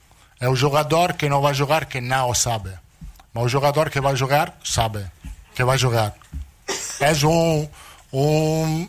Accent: Italy; Portuguese is a second language; now in Brazil; Me sinto bem, italiano, brasileiro, eu sou italiano.

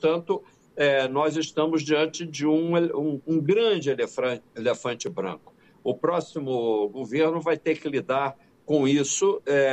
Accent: Brazil

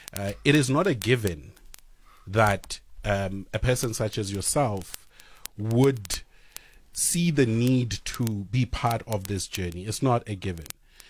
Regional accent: Pretoria, Gauteng, South Africa; born or raised there; also born or lived in Cape Town

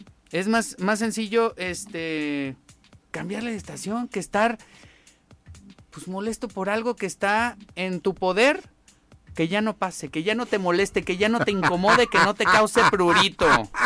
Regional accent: Mexico

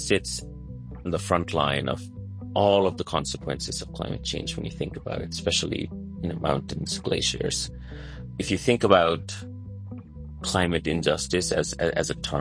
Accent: United States; I say this as a Nepali American, I'm American citizen that's born and raised here.

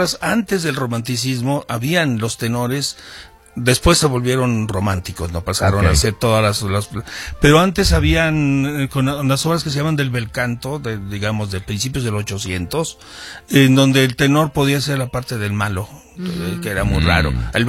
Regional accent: Mexico City, Mexico; moved away as an adult; now in Vienna, Austria; aquí nací, aquí crecí, aquí me formé en la Ciudad de México

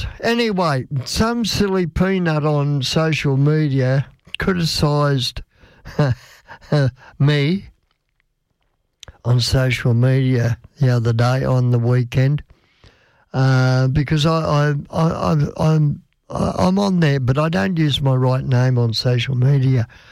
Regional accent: Australia; I am an Aussie. Yes. Born and bred.

